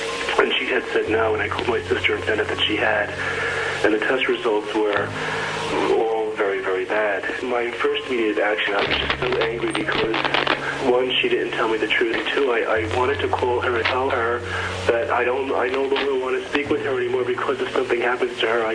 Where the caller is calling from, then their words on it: New Jersey, United States; I'm calling from New Jersey.